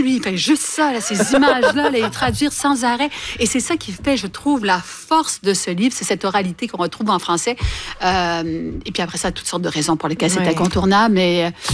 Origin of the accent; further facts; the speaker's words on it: Quebec, Canada; born there; je suis née au Québec de parents haïtiens